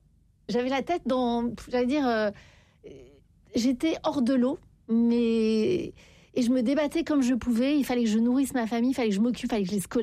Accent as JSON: {"language": "French", "town": "Paris", "region": "Île-de-France", "country": "France", "said": "Moi je suis parisienne, on râle beaucoup"}